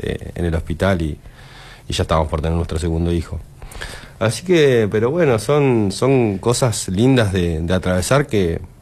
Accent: Neuquén, Argentina; born there; Yo vengo de afuera, pero soy de la provincia, ¿no? Soy nacido en Neuquén. Pero estamos acá nomás.

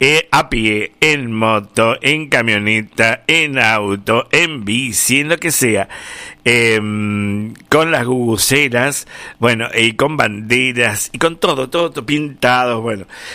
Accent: Argentina; Ya se sabe que somos argentinos, desde luego, y estamos súper felices

